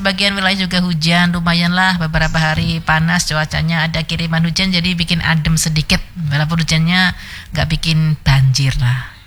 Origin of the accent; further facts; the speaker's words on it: Tulungagung, East Java, Indonesia; moved away; Seperti saya, saya dari Tulungagung ya sampai di sini kan, meninggalkan kekasih hati, meninggalkan orang yang tercinta, kampung halaman.